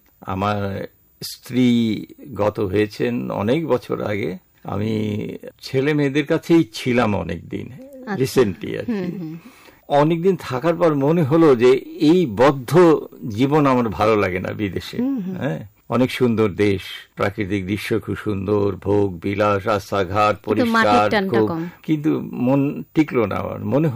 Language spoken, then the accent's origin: Bangla; Faridpur, Dhaka Division, Bangladesh; moved away as an adult; আমার বেড়ে ওঠা ফরিদপুরে, ওখানে আমার জন্ম এবং আমার স্কুল কলেজ ইন্টারমিডিয়েট পর্যন্ত